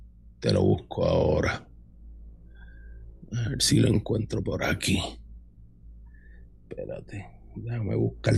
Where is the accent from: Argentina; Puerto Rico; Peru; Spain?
Puerto Rico; como decimos nosotros en Puerto Rico